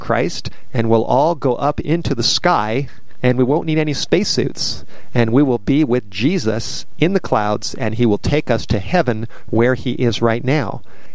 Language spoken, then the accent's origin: English; Studio City, California, United States; I grew up in Studio City of Southern California, and I tell you, the city that I lived in was not a holy city. It was a wicked city.